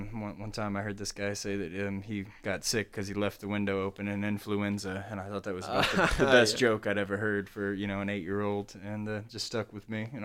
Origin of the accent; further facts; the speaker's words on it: Victoria, Texas, United States; now in Texas Hill Country, United States; one of the reasons that I kind of moved to this hill country area from my hometown, Victoria, Texas, was because I knew … recorded in San Antonio.